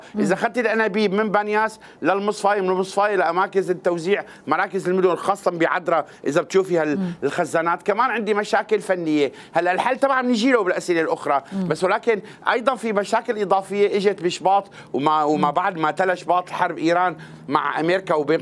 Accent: Syria; إحنا استعدنا الحقول كلياتنا كسوريين

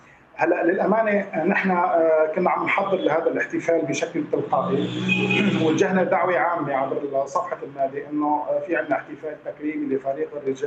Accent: Salamiyah, Hama Governorate, Syria; نحن من طبعا باسم اهالي سلميه عموما، نحن من لما بنعزي حالنا ايضا كمان نحن كسوريين

